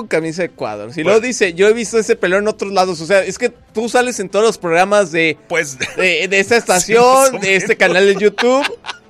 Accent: Venezuela; Soy de Venezuela.

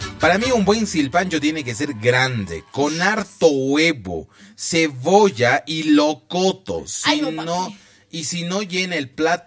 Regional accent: Bolivia; no importa dónde hayamos nacido, somos bolivianos

